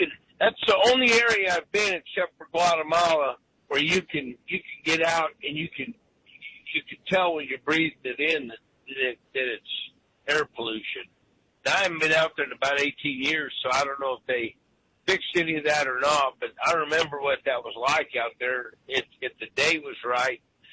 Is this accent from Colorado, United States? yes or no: yes; Colorado, United States; moved away; I grew up in Colorado. They had that kind of stuff, and they were really starting to get hardcore on it out there when we left back in the early 90s.